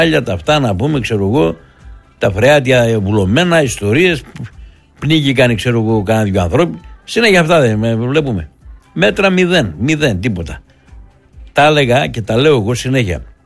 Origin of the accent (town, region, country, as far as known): Thessaloniki, Central Macedonia, Greece